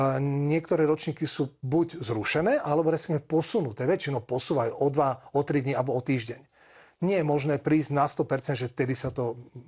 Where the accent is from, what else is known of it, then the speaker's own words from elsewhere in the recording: Senec, Bratislava Region, Slovakia; Nakoľko my sme vyrastali na Slnečných jazerách a potreba potapačov bola počas letnej turistickej sezóny a zabezpečenie vodnej záchrannej služby nutná